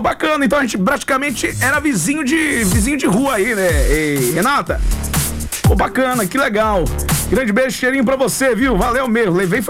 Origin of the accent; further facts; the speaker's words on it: Santana, Amapá, Brazil; Que eu nasci em Santana, me cresci ali, Provedor 2. Ali na Travessa 22